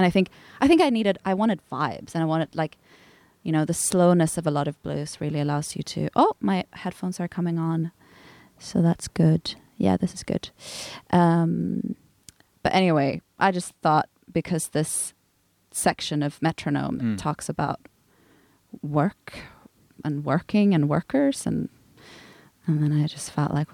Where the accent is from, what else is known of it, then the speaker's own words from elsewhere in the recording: Gothenburg, Västra Götaland, Sweden; I grew up in Sweden. It wasn't like that was any. But the weird thing, though, is I'm from Gothenburg